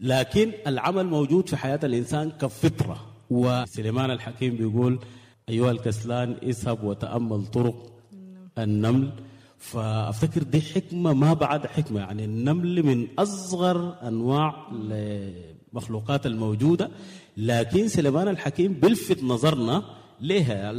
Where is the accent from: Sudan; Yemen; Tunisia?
Sudan; عندنا في السودان ونحن هسه في ظروف الخريف